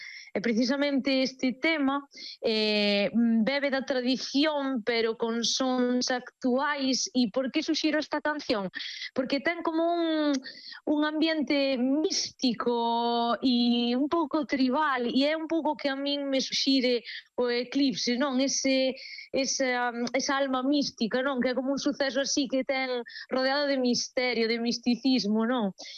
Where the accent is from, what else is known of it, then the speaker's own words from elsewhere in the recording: Arzúa, Galicia, Spain; Constame que na miña terra, en Arzúa, se vai ver moitísimo máis